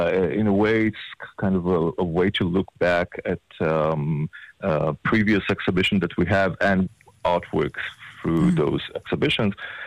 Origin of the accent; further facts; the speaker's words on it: Ashdod, Southern District, Israel; English is a second language; I was born in Ashdod and lived in Ashdod